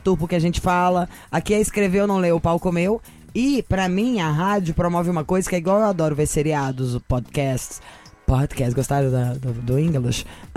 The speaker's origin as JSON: {"language": "Portuguese", "country": "Brazil", "said": "Sou brasileira"}